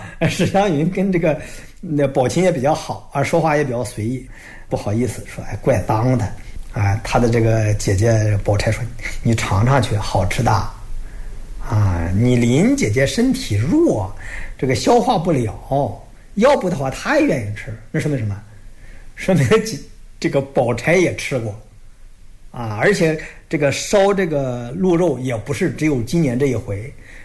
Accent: China; 我们中国人

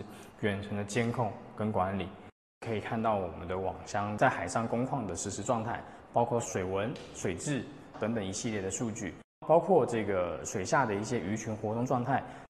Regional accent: Taipei, Taiwan; 我来自台北。

